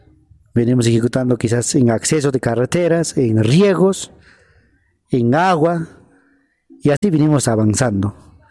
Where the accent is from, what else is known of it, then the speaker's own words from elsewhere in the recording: Peru; porque yo soy de Yuricancha